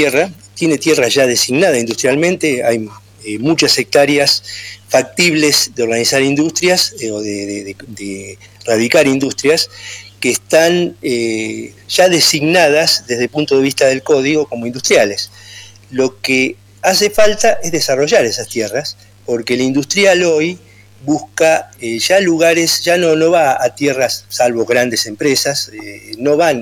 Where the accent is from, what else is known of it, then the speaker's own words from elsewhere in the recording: Campana, Buenos Aires Province, Argentina; nosotros somos de Campana